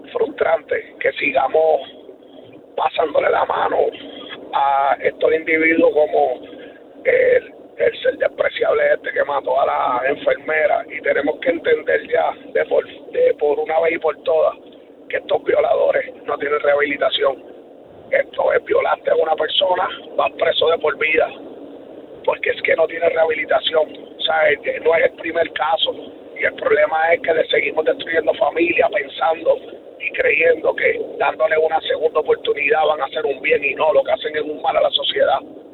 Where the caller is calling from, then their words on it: Carolina, Puerto Rico; de Carolina.